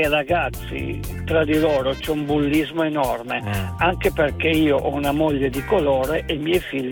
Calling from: Settimo Torinese, Piedmont, Italy; Settimo Torinese, provincia di Torino.

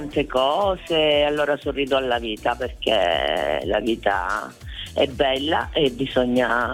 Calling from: Sicily, Italy; Come una siciliana doc.

